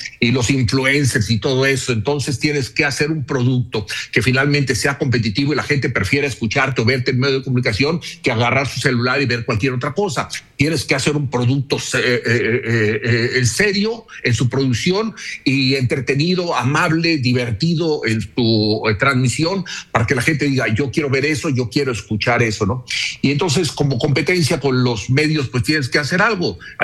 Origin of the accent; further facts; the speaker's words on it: Mexico City, Mexico; also born or lived in Aguascalientes / Tabasco; now in Comitán, Mexico; empezando en la Ciudad de México. Yo soy chilango, pero lo he hecho en Sudamérica, en Centroamérica, en Tabasco también. Estuve saliendo de Aguascalientes, me fui a Tabasco, ahora me regresé acá a Chiapas, a Comitán.